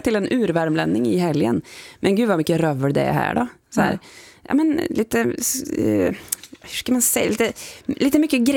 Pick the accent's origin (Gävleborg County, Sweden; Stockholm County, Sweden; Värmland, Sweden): Värmland, Sweden; accent: Värmländska; moved away; Som att säga jag vill make a statement om att jag är från Värmland faktiskt.